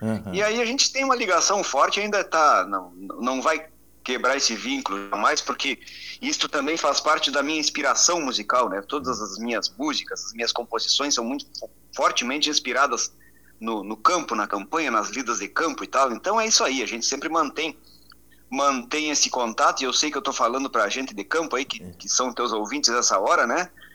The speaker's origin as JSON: {"language": "Portuguese", "town": "Bagé", "region": "Rio Grande do Sul", "country": "Brazil", "tie": "born or raised there", "moved": "yes", "said": "eu tenho um carinho muito grande por Bagé, é a minha terra natal, eu sempre ando por aí dizendo que sou bagiense."}